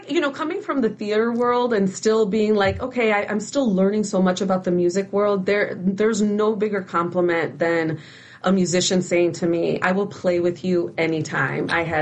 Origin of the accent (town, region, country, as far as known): Chicago, Illinois, United States; born or raised there